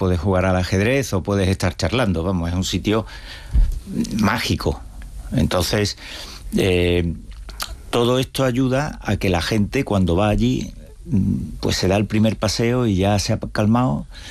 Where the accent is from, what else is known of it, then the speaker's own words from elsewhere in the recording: Seville, Andalusia, Spain; accent: Sevillian; also born or lived in Cantabria; yo, mi acento me denuncia y soy y he vivido toda mi vida en Sevilla, pero nací en Cantabria